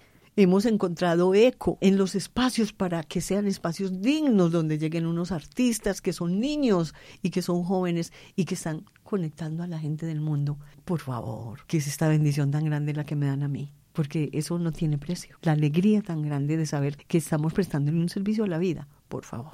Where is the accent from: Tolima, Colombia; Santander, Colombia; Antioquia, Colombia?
Antioquia, Colombia; Amo Antioquia, yo soy antioqueña, amo Antioquia con todo